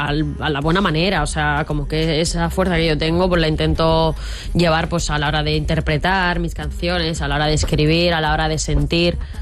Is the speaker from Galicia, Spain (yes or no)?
no; Zaragoza, Aragon, Spain; born there; tengo sangre andaluza porque mi abuela materna es de Andalucía y pues luego yo nací en Zaragoza.